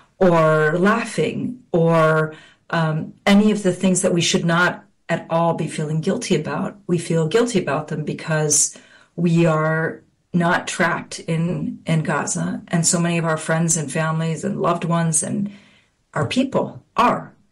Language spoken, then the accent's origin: English; Canada; moved away as an adult; now in Haifa, Israel; I was born in Canada and raised in Canada. I moved to Palestine many, many, many years ago. And I currently reside in Haifa. I'm a Palestinian who holds 48 citizenship.